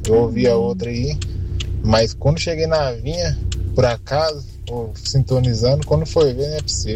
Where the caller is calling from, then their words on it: Goiânia, Goiás, Brazil; eu sou aqui de Goiânia, aqui de São Carlos, região noroeste.